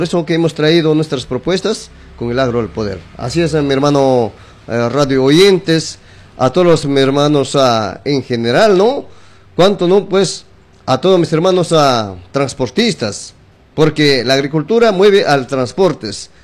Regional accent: Pichanaqui, Junín, Peru; como para mi persona que soy agricultor, que vivo en campo. Por ejemplo, yo soy de Villa Santa María.

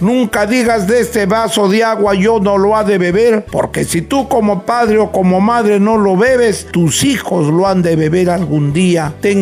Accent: northern Peru, Peru

